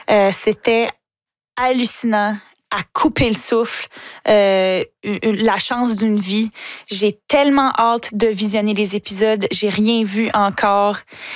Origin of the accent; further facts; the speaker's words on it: Quebec, Canada; now in Montreal, Canada; J'aime tellement, tellement ma ville, Montréal et le Québec en entier.